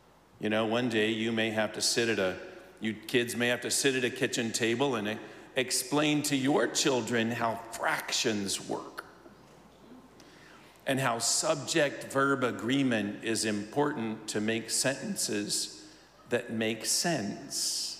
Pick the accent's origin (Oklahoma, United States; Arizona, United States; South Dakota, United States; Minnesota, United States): Arizona, United States; Phoenix; We're from the Phoenix metro area.